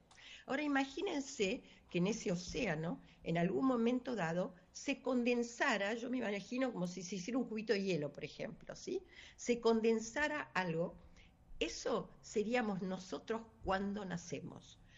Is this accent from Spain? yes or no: no; Argentina; nacimos en Argentina y no en África